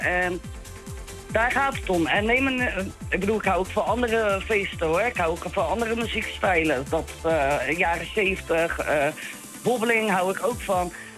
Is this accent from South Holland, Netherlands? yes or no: yes; Rotterdam, South Holland, Netherlands; ik kom zelf uit Rotterdam